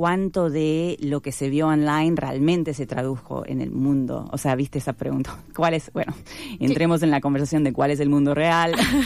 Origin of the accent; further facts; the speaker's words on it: Canada; Yo me crié en Canadá, y ahí se suele, por ejemplo, minimizar el debate sobre el racismo